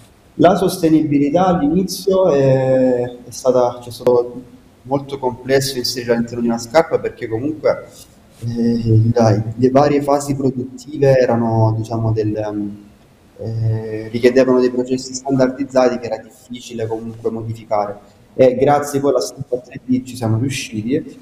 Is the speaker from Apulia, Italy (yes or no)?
yes; Casarano, Apulia, Italy; nonostante se io e Marco siamo nati e cresciuti a Caserano